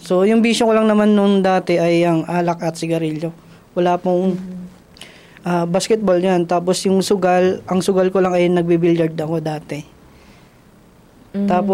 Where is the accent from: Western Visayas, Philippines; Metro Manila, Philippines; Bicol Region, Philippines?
Metro Manila, Philippines; Taguig; also born or lived in Negros Oriental; Dito sa Manila eh. Dito na ako lumaki kasi.